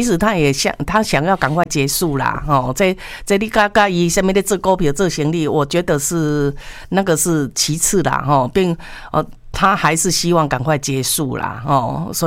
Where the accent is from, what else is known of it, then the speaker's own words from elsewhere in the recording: Taiwan; 什么？我们中国，我们是台湾的，嘿。